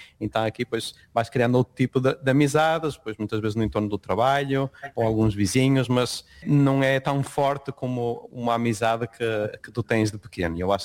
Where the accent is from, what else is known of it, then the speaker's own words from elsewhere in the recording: Northern Portugal, Portugal; moved away as an adult; now in Valencia, Spain; eu sou do Norte, então eu de pequeno ia muito à Galiza